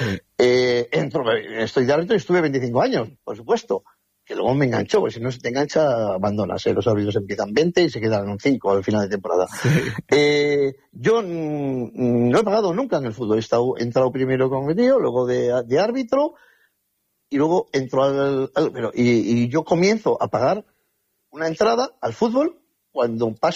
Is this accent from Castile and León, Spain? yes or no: no; Santander, Cantabria, Spain; yo nací en Santander y viví toda mi infancia en donde está el campo de fútbol de General Dávila, del cuartel, que era un cuartel.